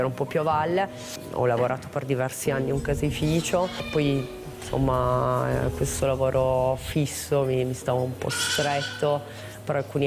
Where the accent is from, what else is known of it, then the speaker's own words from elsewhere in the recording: Sambuco, Piedmont, Italy; quando ero adolescente, insomma diciottenne, non ero così felice di essere nata e cresciuta a Sambuco